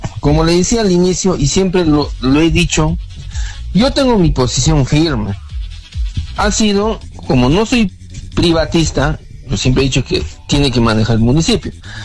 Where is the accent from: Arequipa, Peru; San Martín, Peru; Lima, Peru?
Arequipa, Peru; La Joya; la población de La Joya en esta campaña electoral, tenemos que analizar y pensar bien